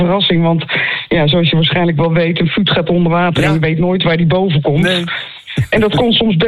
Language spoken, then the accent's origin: Dutch; Groenekan, Utrecht, Netherlands; Ik ben wat de kikker in Groenekan, mijn geboortedorp.